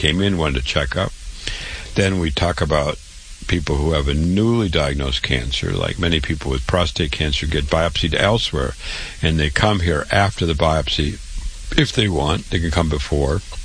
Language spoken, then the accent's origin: English; Waterloo, Iowa, United States; born or raised there